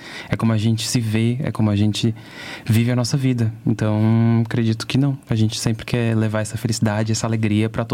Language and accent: Portuguese; Brazil; Mas como brasileiro, eu acredito que não.